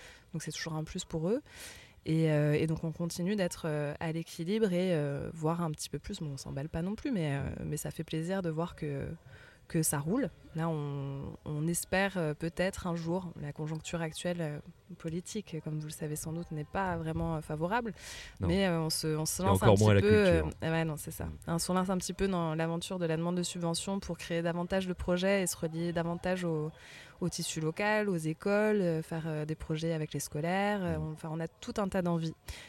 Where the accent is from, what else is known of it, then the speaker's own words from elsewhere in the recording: Nestier, Occitanie, France; moi, j'ai grandi dans le village d'à côté, à Nestier.